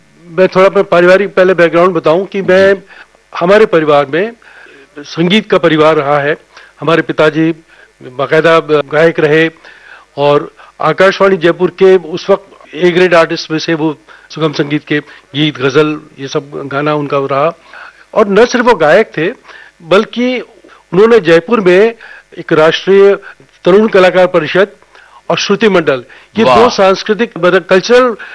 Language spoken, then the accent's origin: Hindi; Nagpur, Maharashtra, India; born there; हम लोग मूल रूप से आंध्रा के ही हैं, तेलंगाना के हैं, हमारे पिताजी माताजी सब वहीं के रहे, लेकिन मेरा ननिहाल नागपुर और मेरे पिताजी जो पोस्टल टेलीग्राफ्स में डिपार्टमेंट में काम करते थे उनकी पहली पोस्टिंग भी नागपुर में थी, तो मेरा जन्म भी नागपुर में हुआ।